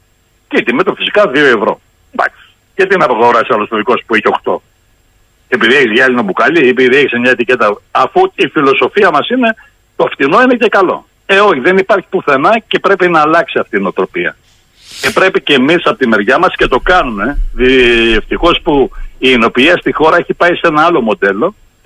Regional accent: Thessaly, Greece; Εγώ ζω σε μια περιφέρεια, η οποία είναι στερεά Ελλάδα, αλλά το χωριό μου γεωγραφικά είναι μέσα στη Θεσσαλία.

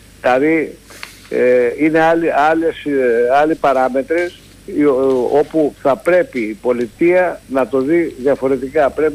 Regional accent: Karditsa, Thessaly, Greece; στην πατρίδα μου, στην Καρδίτσα

